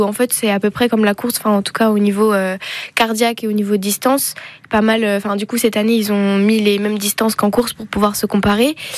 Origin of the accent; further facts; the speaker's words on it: Bourgogne-Franche-Comté, France; Je viens de Doran, le petit village dans le territoire de Belfort, et j'ai 19 ans, bientôt 20